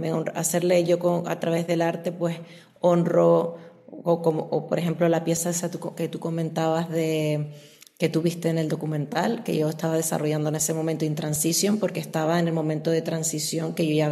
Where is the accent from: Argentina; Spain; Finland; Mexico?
Spain; Canary Islands; siempre estoy yo soy de las Islas Canarias y entonces mis ancestras, pues los ancestros de las Islas Canarias, en Tenerife en concreto, momificaban